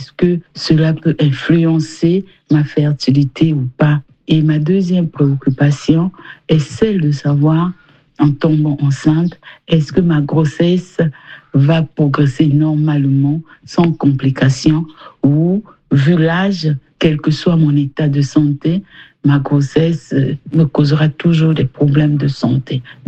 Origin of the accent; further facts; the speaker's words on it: Republic of the Congo; J'ai 42 ans, je suis du Congo, Brazzaville.